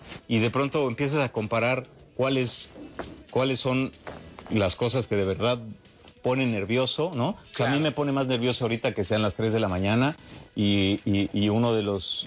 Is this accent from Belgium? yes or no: no; Mexico; porque somos mexicanos.